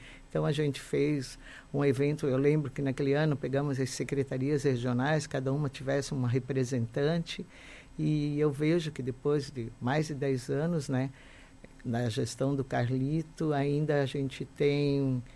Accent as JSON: {"language": "Portuguese", "town": "Joinville", "region": "Santa Catarina", "country": "Brazil", "tie": "born there", "said": "porque eu nasci aqui, eu sou de Joinville"}